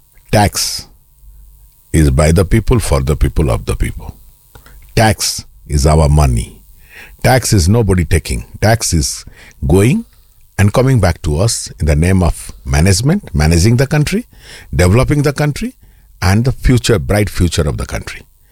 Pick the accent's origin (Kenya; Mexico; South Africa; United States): Kenya; born there; also born or lived in India; The mother who brought me, gave me birth is India, yes. But the mother who brought me up is Kenya.